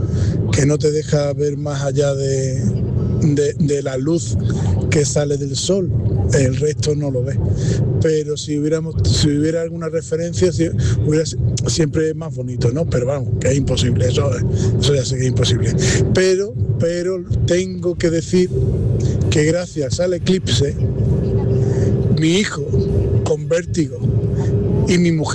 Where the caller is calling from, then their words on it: Málaga, Andalusia, Spain; de Málaga. Bueno, nosotros vimos el eclipse, yo vivo en Málaga, bueno, 20 minutos del centro. En una casa mata, que le decimos nosotros.